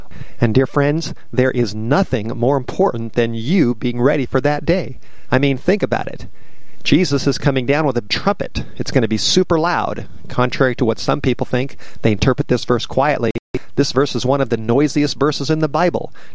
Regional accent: Studio City, California, United States; I grew up in Studio City of Southern California, and I tell you, the city that I lived in was not a holy city. It was a wicked city.

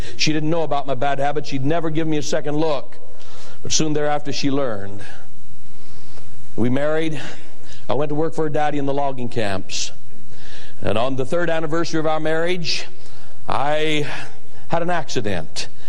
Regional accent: Payette, Idaho, United States; I'm from Payette, just across the river there from the Baker.

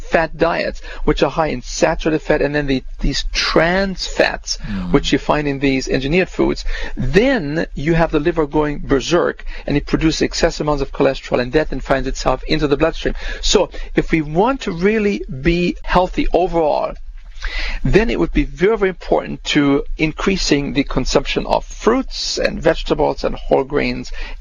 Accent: Germany; moved away; we had nothing when I grew up in Germany after the war.

